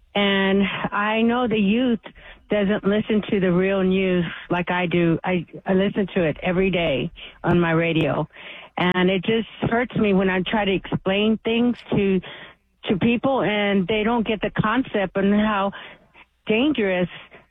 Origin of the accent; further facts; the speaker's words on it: San Antonio, Texas, United States; Hey, well, I'm originally from San Antonio